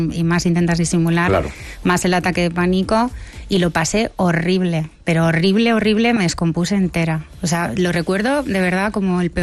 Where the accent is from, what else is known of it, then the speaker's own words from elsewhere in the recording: Bilbao, Basque Country, Spain; yo soy de Bilbao